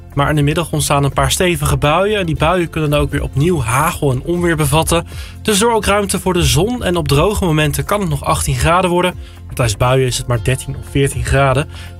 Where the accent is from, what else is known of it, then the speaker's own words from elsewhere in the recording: Zwolle, Overijssel, Netherlands; Ik kom uit Zwolle